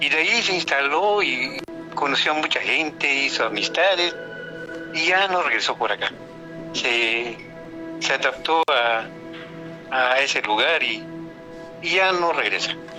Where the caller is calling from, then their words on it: Comitán, Mexico; de Comitán, Yucatán.